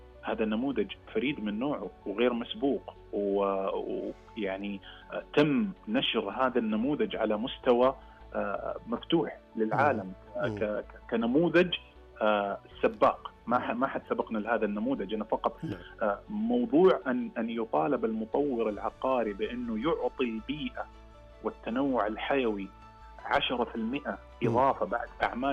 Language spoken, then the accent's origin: Arabic; Saudi Arabia; وجدا جدا جدا سعيدين أننا نثبت كسعوديين أنه فعلا رؤية القيادة